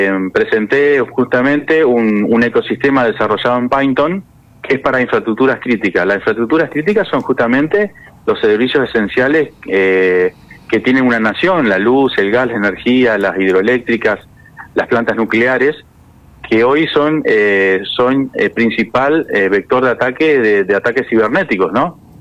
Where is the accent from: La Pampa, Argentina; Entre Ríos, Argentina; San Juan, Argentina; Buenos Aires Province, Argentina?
Entre Ríos, Argentina; Concordia; moved away as an adult; also born or lived in Paraná, Entre Ríos; now in Jesús María, Argentina; yo soy nacido en Paraná, Entre Ríos, me crié en Concordia.